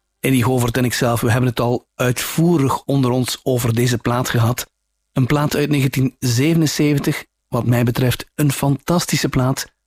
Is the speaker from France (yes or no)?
no; Flanders, Belgium; heel erg moeilijk als West-Vlaming.